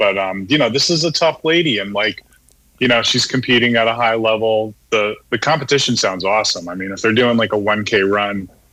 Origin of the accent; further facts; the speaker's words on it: Northeast, United States; Like I grew up in the Northeast and I went to school down in the SEC